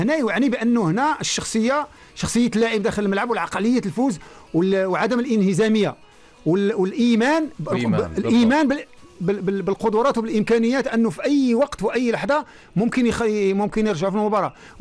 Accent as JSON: {"language": "Arabic", "country": "Morocco", "said": "وكلنا كمغاربة"}